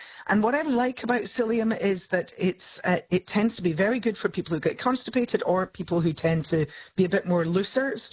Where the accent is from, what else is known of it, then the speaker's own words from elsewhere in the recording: Scotland, United Kingdom; I love saying porridge is so good as a Scot.